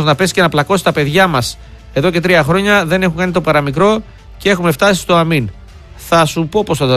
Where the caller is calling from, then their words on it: Aiginio, Central Macedonia, Greece; Καλημέρα, Στέφανη, είμαι από Αιγίνιο Πιερίας.